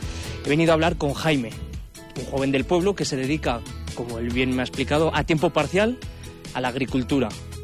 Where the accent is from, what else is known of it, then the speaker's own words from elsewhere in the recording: Cella, Aragon, Spain; moved away; yo me he venido a la localidad de Cella, a mi pueblo